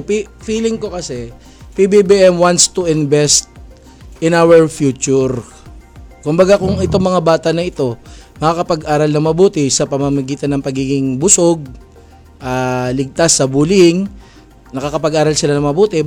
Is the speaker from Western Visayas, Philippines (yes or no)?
yes; Western Visayas, Philippines; Saka ilonggo kasi ako. Naalala ko yung ano ba yun? Nakalimutan ko yung tawag dun eh. Sa amin meron ganun eh.